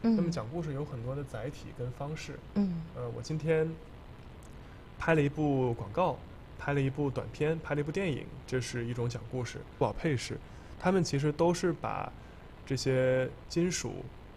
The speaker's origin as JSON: {"language": "Chinese", "country": "China", "said": "这个是绝无仅有的一件事情，这是我们中国人才做到的事情。"}